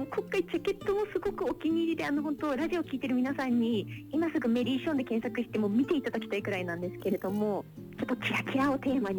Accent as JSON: {"language": "Japanese", "region": "Fukushima", "country": "Japan", "tie": "born there", "also_born_or_lived": "Sendai, Miyagi", "moved": "as an adult", "said": "私は福島県福島市で生まれになりまして、音楽を始めたのは隣の宮城県仙台市だったんですけれども、今は活動拠点を福島の方に戻して福島を中心に活動しております。"}